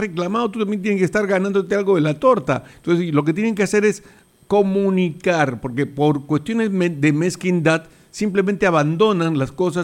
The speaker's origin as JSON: {"language": "Spanish", "country": "Peru", "said": "nuestros paisanos, hablo de Perú, los peruanos, que somos muy ingratos."}